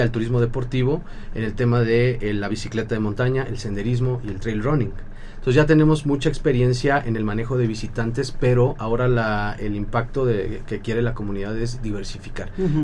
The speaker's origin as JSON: {"language": "Spanish", "town": "Ajalpan", "region": "Puebla", "country": "Mexico", "said": "yo soy ciudadano de Ajalpan"}